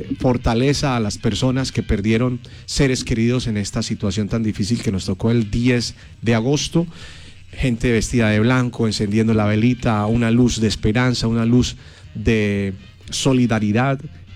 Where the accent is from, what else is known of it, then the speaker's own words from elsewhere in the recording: Medellín, Antioquia, Colombia; also born or lived in Girardota, Antioquia; now in Pereira, Colombia; Yo soy más paisa que la arepa. Yo soy de Medellín, Antioquia. Mi cédula dice Medellín, nacido en el Pablo Tobón Uribe, Hospital Pablo Tobón Uribe. Viví en Manrique, en Guayabal La Raya.